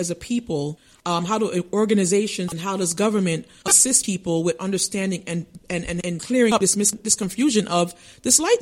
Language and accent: English; New York City, New York, United States; moved away; There's a church in Brooklyn, not too far from where I grew up in Parkside Avenue